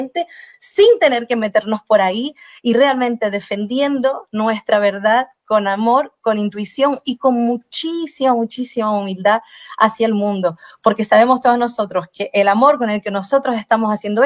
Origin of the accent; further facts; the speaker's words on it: Brazil; Yo soy brasileña, de natural brasileña. Yo soy indígena.